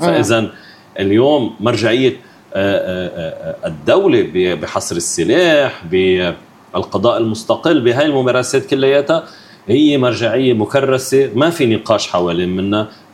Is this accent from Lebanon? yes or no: yes; Lebanon; نحن عندنا مشكلة كلبنانيين